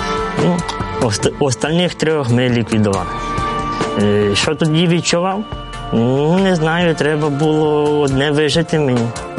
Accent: Sambir, Lviv Oblast, Ukraine; Родом я з Львівської області, з міста Самбір.

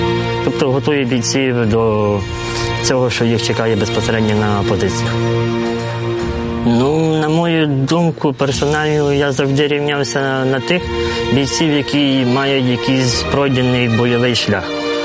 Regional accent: Sambir, Lviv Oblast, Ukraine; Родом я з Львівської області, з міста Самбір.

